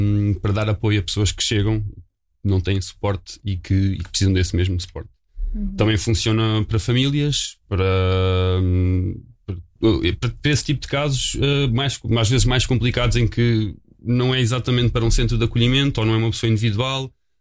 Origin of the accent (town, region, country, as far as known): Sintra, Lisbon, Portugal; born or raised there